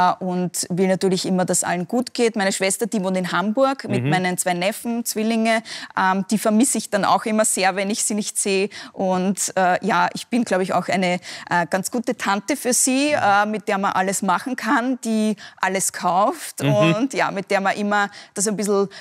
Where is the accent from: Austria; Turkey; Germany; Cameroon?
Austria; Upper Austria; Ich habe auch einen starken Dialekt, glaube ich, noch immer. Also ja. Wenn man mich privat, wenn jemand aus Oberösterreich ist und ich auch aus Oberösterreich bin, dann hört man's schon noch.